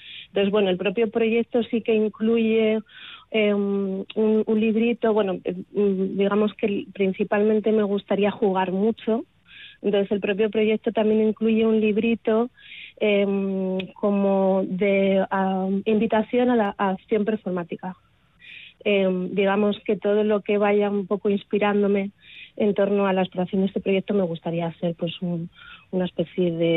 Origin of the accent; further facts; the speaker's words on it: Cantabria, Spain; moved away as an adult; now in Galicia, Spain; Yo estaba viviendo fuera de España hace 3 años, soy cántabra y me vine a vivir a Galicia